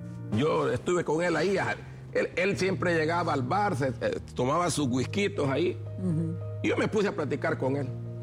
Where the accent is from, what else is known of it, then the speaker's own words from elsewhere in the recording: Honduras; yo soy hondureño